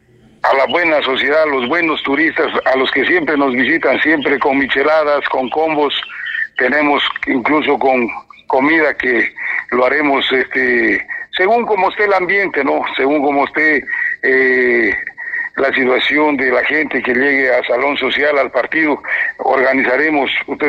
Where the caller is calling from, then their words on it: Ecuador; Todos somos ecuatorianos